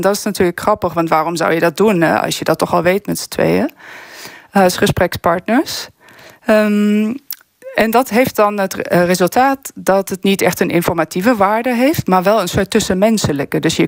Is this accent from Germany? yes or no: yes; Germany; Dutch is a second language; En dan denk ik als Duitser, waarom zeggen ze daar ja?